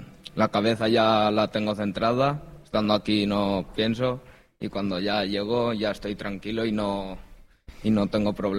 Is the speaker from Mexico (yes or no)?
no; Castellón, Valencian Community, Spain; born there; No, yo nací en Castellón.